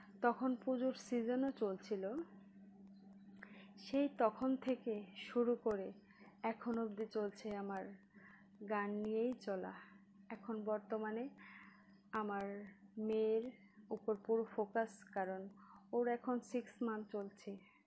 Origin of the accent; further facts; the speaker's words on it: Agartala, Tripura, India; moved away as an adult; now in Belonia, India; আমার জন্ম আগরতলা প্রতাপগড়। প্রতাপগড় রামঠাকুর গার্লস স্কুলে 10th পাশ করি, তারপর 11-12 কৃষ্ণনগর বিজয় কুমার স্কুলে পাস আউট হই, দেন Agartala Lichubagan Sachin Debbarman government music college থেকে বি মিউজিক কমপ্লিট করি।